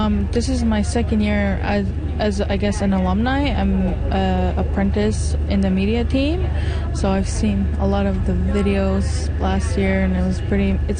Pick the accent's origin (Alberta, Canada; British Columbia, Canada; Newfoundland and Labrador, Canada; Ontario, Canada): Newfoundland and Labrador, Canada; I'm 26 years old, and I'm from Shashishi, Newfoundland, Labrador.